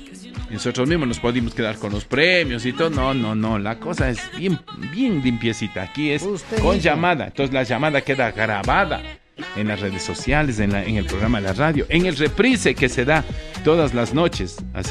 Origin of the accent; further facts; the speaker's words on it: Ibarra, Imbabura, Ecuador; born there; Yo nací en San Francisco.